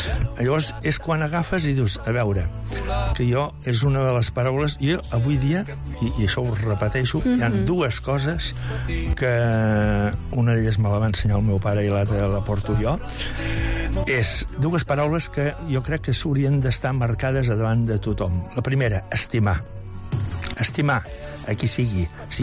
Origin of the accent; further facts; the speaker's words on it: Mollet del Vallès, Catalonia, Spain; born there; Però jo he nascut aquí, a Mollet. A Mollet, Vallès, Catalunya.